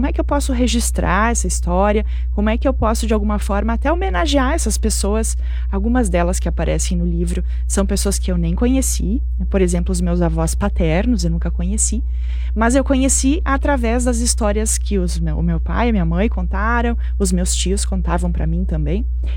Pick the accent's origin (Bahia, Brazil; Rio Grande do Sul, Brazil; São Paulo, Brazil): Rio Grande do Sul, Brazil; Nova Bassano; moved away as an adult; now in Nova Prata, Brazil; Eu sou natural de Nova Bassano, então minha família mora ainda em Nova Bassano. Moro aqui em Nova Prata já faz quase 20 anos.